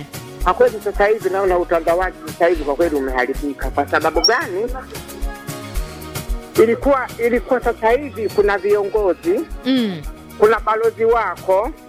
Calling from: Mafinga, Iringa, Tanzania; Natokea Mafinga Ruganga

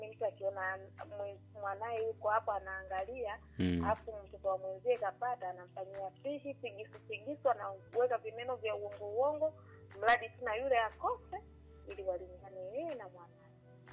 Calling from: Tanzania; roho mbaya zetu sisi Watanzania.

